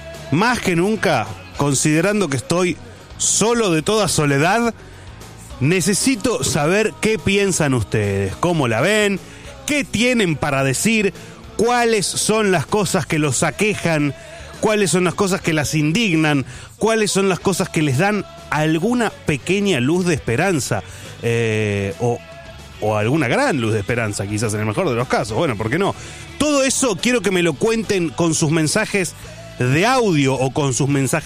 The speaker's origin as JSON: {"language": "Spanish", "country": "Argentina", "said": "como todo argentino de bien"}